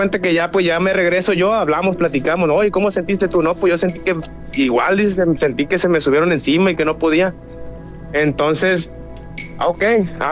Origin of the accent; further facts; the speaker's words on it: Santiago Ixcuintla, Nayarit, Mexico; tengo una historia que yo soy originario de Santiago Ixcuintla, Nayarit.